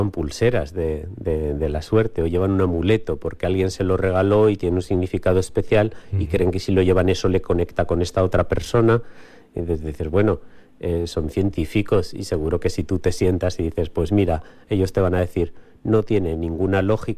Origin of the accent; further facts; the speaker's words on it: Huesca, Aragon, Spain; Cuando yo salía aquí en mi adolescencia en Huesca, bueno, eso a finales de los 80, pues yo tendría 18, 20 años.